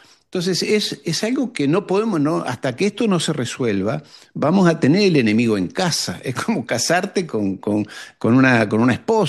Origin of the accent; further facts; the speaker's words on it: Uruguay; como uruguayo que soy.